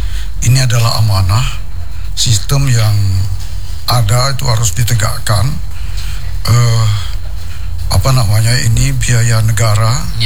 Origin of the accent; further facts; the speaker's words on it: South Kalimantan, Indonesia; saya orang Hulu, ya hidup dengan kegetiran ekonomi, orang tua orang petani, nelayan, ibu hanya pedagang penjual wadai.